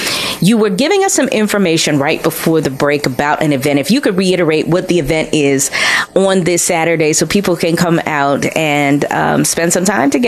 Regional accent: Philadelphia, Pennsylvania, United States; I grew up on Judson Street.

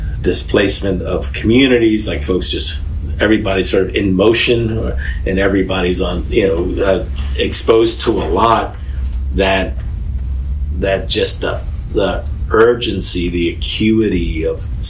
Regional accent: Philadelphia, Pennsylvania, United States; when I was growing up on Howard Street

